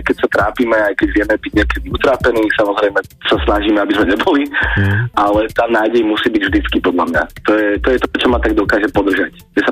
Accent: Trnava, Trnava Region, Slovakia; Mám 20 rokov a pochádzam z Trnavy

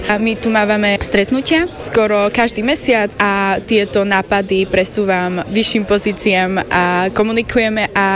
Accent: Košice, Košice Region, Slovakia; v Košiciach, keď ja som sa tu aj narodila, je to moje rodné mesto, mám veľmi rada Košice.

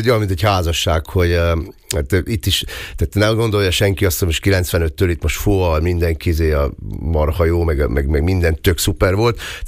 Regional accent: Eger, Heves, Hungary; moved away; én mai napig büszke vagyok arra, hogy egri születésű vagyok.

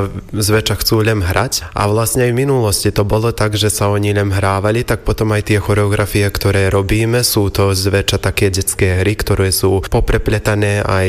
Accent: Lug, Vojvodina, Serbia; a potom aj tu v obci Beučín, alebo tu na doma v Lugu.

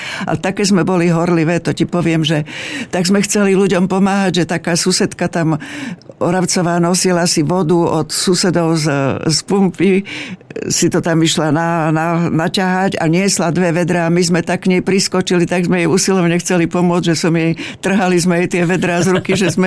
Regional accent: Blatnica, Žilina Region, Slovakia; Ja pochádzam z Blatnice, že neviem, či som to už spomenula, a u nás boli ľudia, ktorí chodili obchodovať do Ruska. A ešte sa tá ruština sem tam udržala v dedine.

